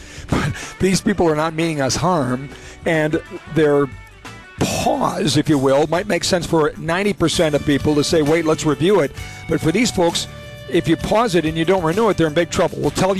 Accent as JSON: {"language": "English", "country": "United States", "said": "I'm an American that I happen to have some Norwegian blood"}